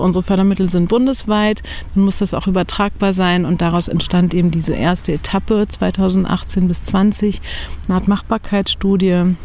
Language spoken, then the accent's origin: German; Berlin, Germany; moved away as an adult; also born or lived in Brazil / Spain / Portugal / Chile; in Spanien und in Portugal lange gelebt. Ich habe in Chile meine Doktorarbeit geschrieben, ich habe in Kolumbien lange gelebt. Also ich bin in Berlin groß geworden, aber war dann wirklich lange in der Welt unterwegs.